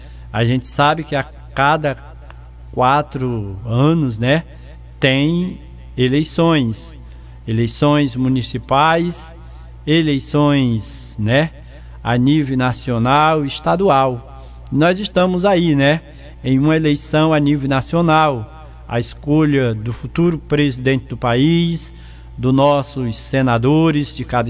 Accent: Brazil; nós, como brasileiros

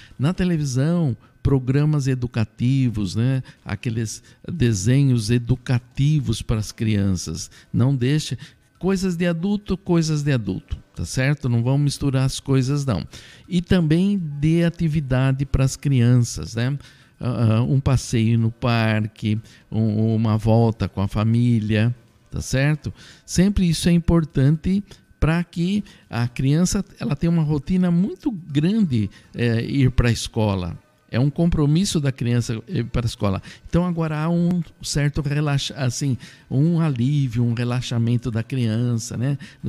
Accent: Brazil; bairro do Matão, de Nossa Senhora do Carmo, onde eu vivi, onde eu nasci, me criei e vivi e ainda vivo intensamente o amor por aquele bairro. E também onde eu fiz lá a primeira Eucaristia, o sacramento do Crisma também.

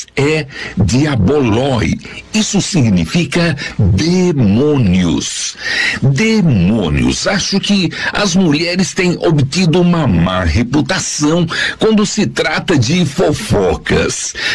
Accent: São Caetano do Sul, São Paulo, Brazil; born or raised there

